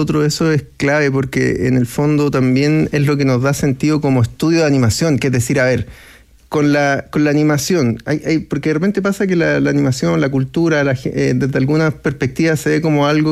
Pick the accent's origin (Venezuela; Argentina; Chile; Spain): Chile; nosotros somos chilenos